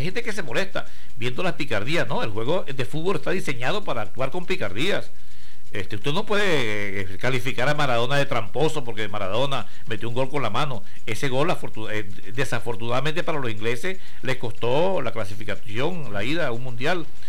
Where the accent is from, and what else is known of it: Venezuela